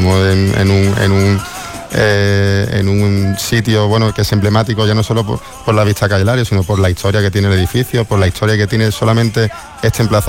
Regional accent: Málaga, Andalusia, Spain; Y para mí, que yo como también malagueño, me siento muy orgulloso de contarlo

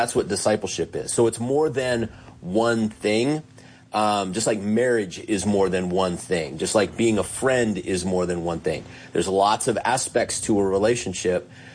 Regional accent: Pacific Northwest, United States; moved away as an adult; also born or lived in California / Idaho / Nevada; now in Sioux Falls, United States; I grew up in the Northwest, in Oregon and Washington. Went to school up there. Went to seminary in the Bay Area in California.

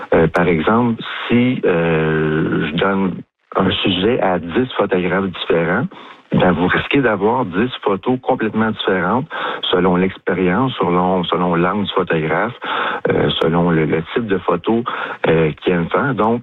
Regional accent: Nicolet, Quebec, Canada; Moi, je suis originaire de Nicolette.

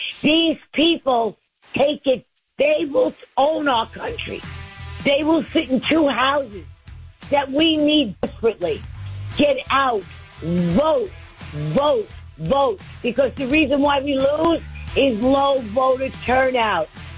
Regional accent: Queens, New York, United States; I am from Queens. I am from the president's borough of Queens. He and I grew up not too far.

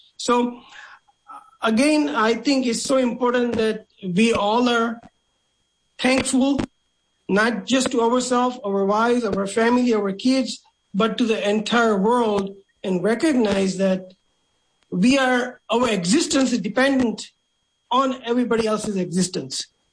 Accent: India; when we are growing up in India

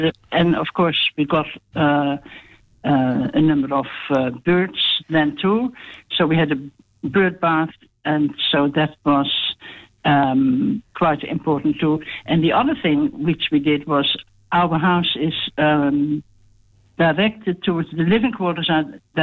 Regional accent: Netherlands; now in Australia; we came here in the 1980s, and I came from Holland. I must say I was rather blown away by the Australian natives.

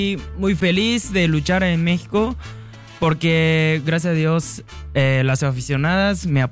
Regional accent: Japan; Spanish is a second language; moved away; Soy de Japón. ¿Ok? Soy japonés, 100%.

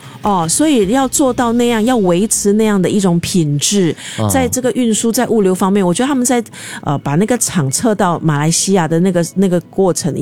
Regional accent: Singapore; 我们新加坡人

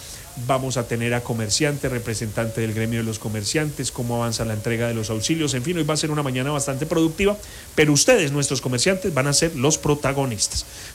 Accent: Pereira, Risaralda, Colombia; recordándoles que somos pereiranos y que ese hecho de ser pereirano tiene una connotación especial y diferente en todo el país.

